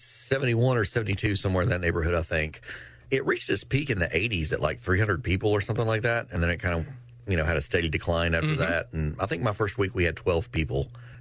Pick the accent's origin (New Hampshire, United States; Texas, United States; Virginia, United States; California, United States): Virginia, United States; Buchanan County; I grew up in Buchanan County.